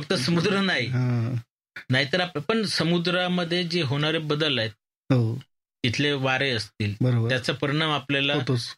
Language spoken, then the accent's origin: Marathi; Newasa, Maharashtra, India; मी माझं बालपण नेवाश्यात गेलं, नेवाश्यामध्ये